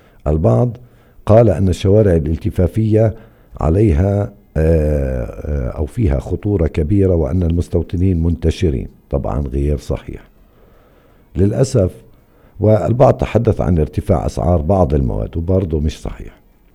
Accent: West Bank, Palestine; إحنا كفلسطينيين

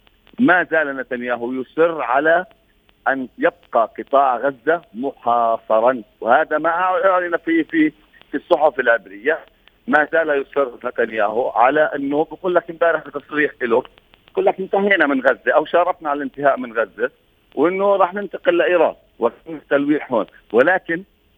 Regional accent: Palestine; إحنا نرفض كفلسطينيين

